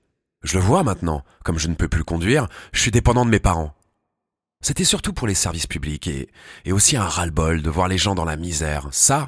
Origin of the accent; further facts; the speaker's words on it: Le Mans, Pays de la Loire, France; Je suis né au Mans. Mon père, lui, est agent d'entretien dans une maison de retraite.